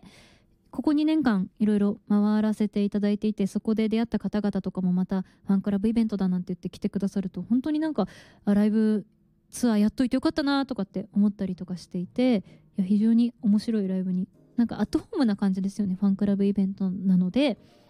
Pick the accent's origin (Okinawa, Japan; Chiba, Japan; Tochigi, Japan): Tochigi, Japan; 今までは結構私のふるさと栃木とかでやったりとかしていたんですけど、